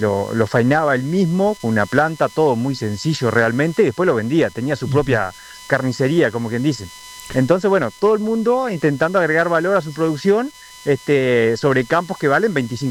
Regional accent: Uruguay; Mira, esta gira es, venimos desde Uruguay y algunos productores argentinos, en total cerca de 35, andamos a la vuelta acá.

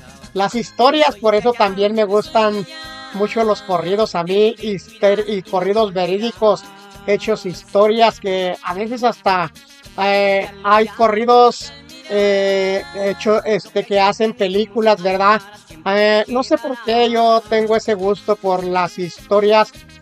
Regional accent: Villa de Cos, Zacatecas, Mexico; now in Albuquerque, United States

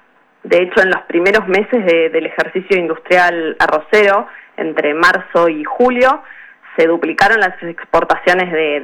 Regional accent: Uruguay

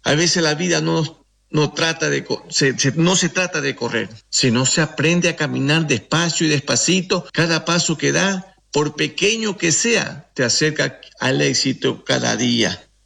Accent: Ecuador; vengo de la familia bien católica mi familia. Como ecuatoriano que vengo de la mitad del mundo, donde pasa la línea equinocial de esa alta montaña

